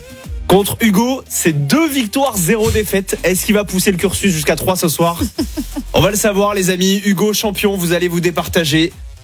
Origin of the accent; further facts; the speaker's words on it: Mont-de-Marsan, Nouvelle-Aquitaine, France; Il a dit ça parce que je viens de Mont-de-Marsan, il voulait faire un choc mental.